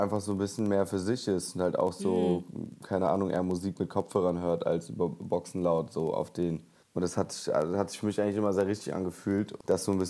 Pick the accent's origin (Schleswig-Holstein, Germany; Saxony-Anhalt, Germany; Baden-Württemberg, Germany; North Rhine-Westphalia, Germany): North Rhine-Westphalia, Germany; ich bin aus dem Ruhrgebiet in NRW.